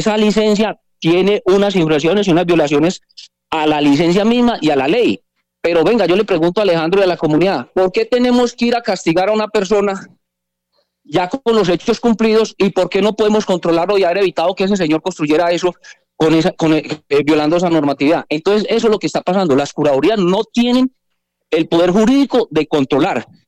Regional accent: Colombia; somos colombianos y somos ingenieros

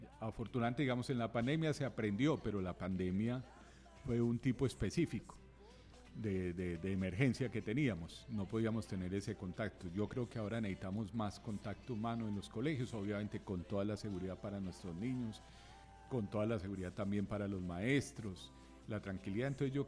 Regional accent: Pereira, Risaralda, Colombia; born there; Soy pereirano, nací aquí en 1964, pertenezco a una camada de pereiranos

